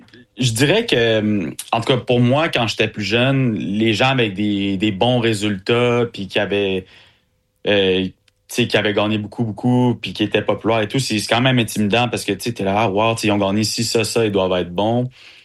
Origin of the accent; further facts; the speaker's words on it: Quebec City, Quebec, Canada; moi, je viens de Québec. Fait que je suis à Québec.